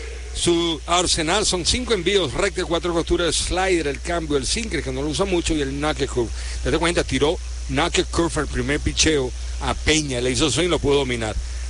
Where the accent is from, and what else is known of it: Venezuela; moved away